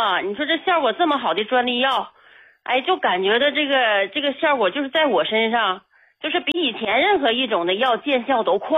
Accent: Harbin, Heilongjiang, China; 张老师，我家是哈尔滨的，我今年66了。

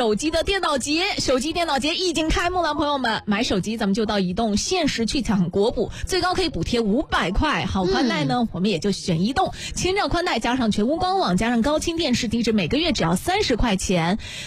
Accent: Xuzhou, Jiangsu, China; 咱们徐州人

